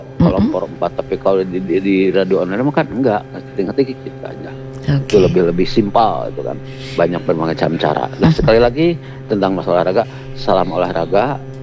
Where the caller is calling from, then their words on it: West Java, Indonesia; Salam silaturahmi saya dari Jawa Barat.